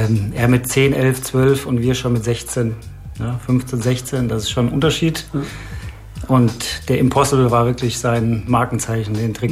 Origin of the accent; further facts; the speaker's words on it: Bad Vilbel, Hesse, Germany; also born or lived in Frankfurt; ich bin gebürtiger Frankfurter, bin aber dann nach Bad Vilbel gezogen zur zweiten Grundschulklasse und würde da meinen Jugendlebensmittelpunkt sehen